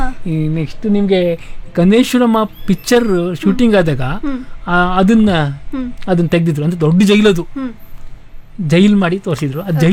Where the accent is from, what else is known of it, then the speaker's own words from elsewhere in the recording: Hosanagara, Karnataka, India; ನಾನು ಹೊಸನಗರದ ಓದ್ನವರೇ ಆದ್ರಿಂದ ಹೊಸನಗರದಲ್ಲಿ ಇದು ಹೇಗಿತ್ತು, ಹೇಗೆ ನಡೀತಿತ್ತು ಅಂದರೆ, ಹೊಸನಗರ ಒಂದು ತುಂಬ ಚಿಕ್ಕ ಹಳ್ಳಿನೇ ಆ ಲೆಕ್ಕದಲ್ಲಿ ಅವಾಗ, ಮತ್ತು ಸಾಕಷ್ಟು ಮುಳುಗಡೆಯಿಂದ ಮುಳುಗೋದಂಥ ಪ್ರದೇಶ.